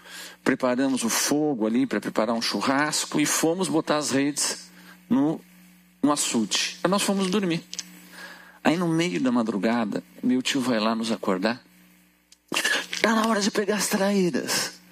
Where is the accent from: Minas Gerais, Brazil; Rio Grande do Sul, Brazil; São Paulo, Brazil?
Rio Grande do Sul, Brazil; Porto Alegre; Eu sou gaúcho, sou de Porto Alegre, mas os meus avós tinham uma pequena fazenda numa cidade do interior, perto do Uruguai, que é São Gabriel.